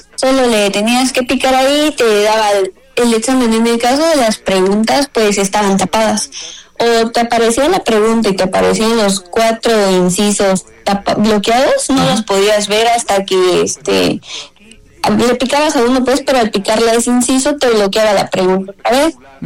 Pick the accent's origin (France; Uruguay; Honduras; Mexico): Mexico; Chiapas; No, soy del estado de Chiapas.